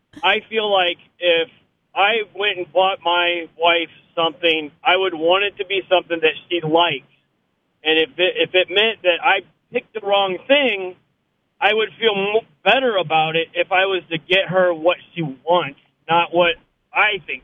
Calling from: New Haven, Indiana, United States; I'm from New Haven, Indiana.

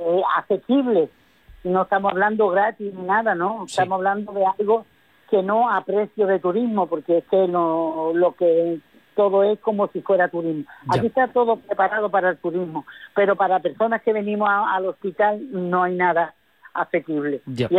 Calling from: Medina Sidonia, Andalusia, Spain; nosotros venimos de Medina Sidonia.

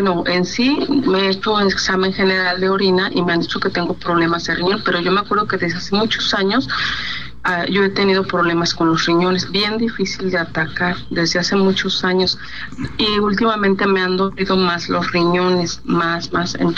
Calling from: Cuernavaca, Morelos, Mexico; yo vivo en Cuernavaca.

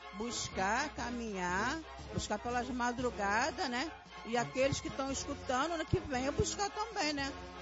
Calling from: Penha, Brazil; vim da Penha.

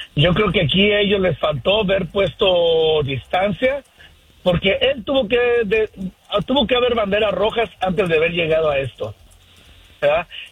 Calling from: Sacramento, California, United States; desde aquí de Sacramento

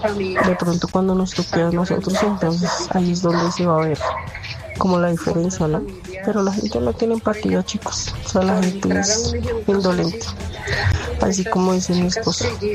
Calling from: Bogotá, Colombia; aquí en Bogotá

